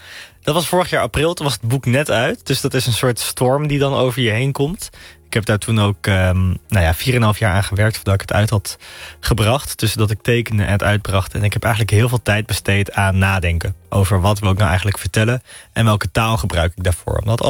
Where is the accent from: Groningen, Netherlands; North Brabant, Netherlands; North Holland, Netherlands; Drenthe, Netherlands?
North Holland, Netherlands; Amsterdam; Dus homoseksueel en islamitisch of ik ben geboren en opgegroeid in de Bijlmer, maar uiteindelijk naar school gaan Amsterdam Oud-Zuid, wat ook een hele andere wereld is.